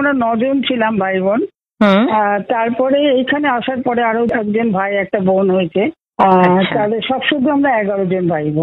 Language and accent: Bangla; Santiniketan, West Bengal, India; born there; also born or lived in Chandannagar; তারপরে আমরা শান্তিনিকেতনে এসে সব ক্লাসে এক একজন করে ভর্তি হয়ে গেলাম। আমি তো আনন্দ পাঠশালায় ভর্তি হয়েছিলাম।